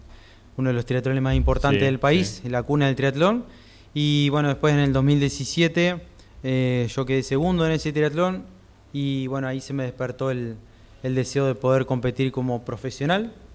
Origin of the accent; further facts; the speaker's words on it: La Paz, Entre Ríos, Argentina; moved away as an adult; now in Santa Fe, Argentina; Soy nacido acá en Santa Fe, pero viví toda mi infancia en La Paz, Entre Ríos